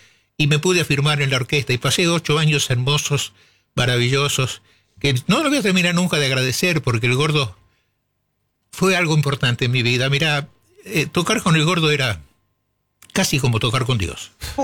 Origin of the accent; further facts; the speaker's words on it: Argentina; moved away as an adult; Ese Donizetti 559 donde nací, viví 23 años